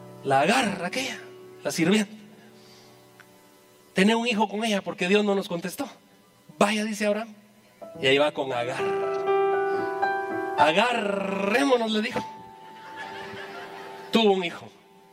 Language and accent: Spanish; Jalapa, Guatemala; now in Guatemala City, Guatemala; Me vine de Jalapa para acá en el 95.